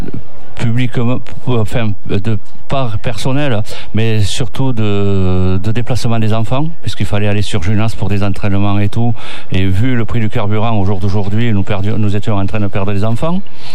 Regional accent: Occitanie, France; now in Vauvert, France; Moi, je viens du Gers, le vin plein air.

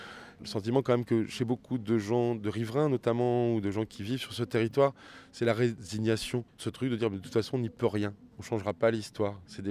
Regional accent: Beauvais, Hauts-de-France, France; born there; Je suis né à Beauvais

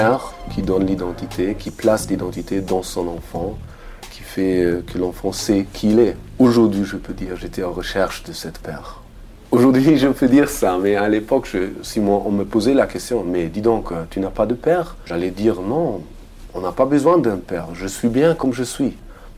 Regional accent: Germany; French is a second language; now in Marseille, France; J'ai mon père inconnu, qui doit être un noir américain, un soldat. Et je suis né et grandi en Allemagne. C'est vrai, avec de la couleur en Allemagne, né en 1967, ça crée des problèmes.

